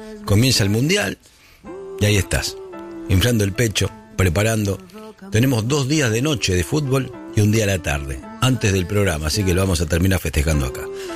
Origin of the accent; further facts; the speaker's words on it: Argentina; Y nos engloba a todos porque somos argentinos.